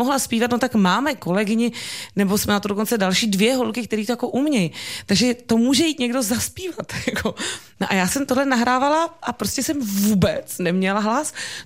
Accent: Prague, Czechia

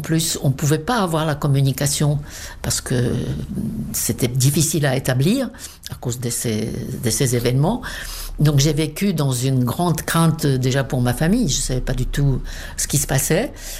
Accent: South Bohemian Region, Czechia; born there; French is a second language; Je suis très, très attachée à mon pays natal. Très, presque trop, je dirais. Peut-être aussi parce que c'est la Bohême du Sud, qui est quand même une très jolie région.

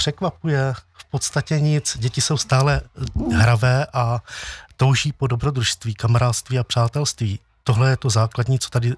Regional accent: Zlín, Zlín Region, Czechia; A já jsem zažil něco podobného u nás ve Zlínské farnosti, kdy se nám věnovali naši kněží, sice trochu tajně, neboť se o skautu nesmělo hovořit

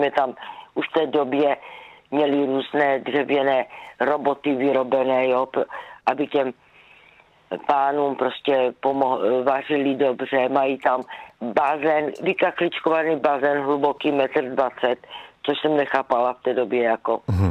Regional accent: Zlín Region, Czechia; já pocházím z Valach původně, ale miluju Valachy.

